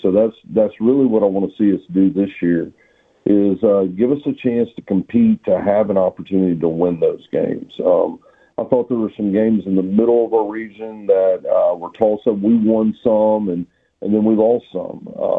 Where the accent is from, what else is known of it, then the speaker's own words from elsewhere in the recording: Memphis, Tennessee, United States; now in Chattanooga, United States; I grew up in Memphis.